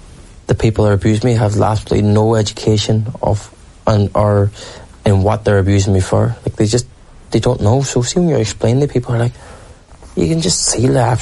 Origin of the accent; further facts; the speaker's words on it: Ireland; I'm just as Irish as you are.